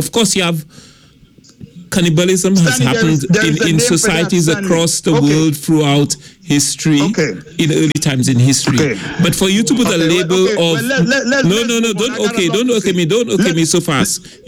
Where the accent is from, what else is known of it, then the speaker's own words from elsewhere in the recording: Gros Islet, St. Lucia; I'm from Grosley.